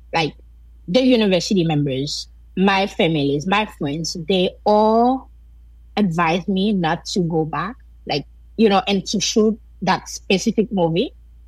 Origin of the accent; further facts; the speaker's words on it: Jacmel, Sud-Est, Haiti; and the road leading to Jacmel, my hometown, was closed through Martisal, which is like, a very big region in Port-au-Prince.